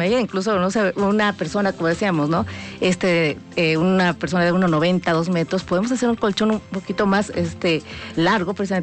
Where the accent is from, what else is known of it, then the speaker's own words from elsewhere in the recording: Puebla, Mexico; siendo una poblana de origen